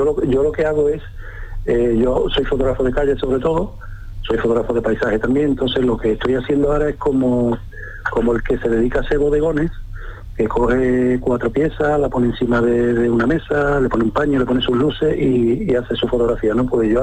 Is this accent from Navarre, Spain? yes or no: no; Cádiz, Andalusia, Spain; moved away as an adult; now in Puerto Real, Spain; Yo soy de Cádiz, pero vivo en Puerto Real desde hace ya 32 años.